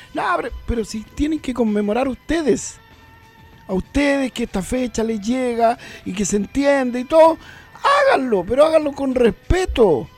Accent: Chile; Si algún día tenemos que reencontrarnos como chilenos

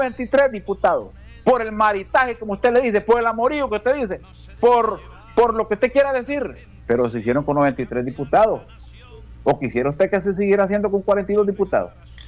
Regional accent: Honduras; ¿Usted cree que yo como hondureño puedo estar contento?

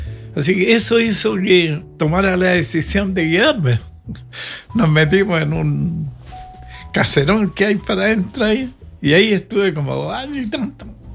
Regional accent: Concepción, Biobío, Chile; Yo soy de Concepción y en Concepción trabajaba en una empresa americana.

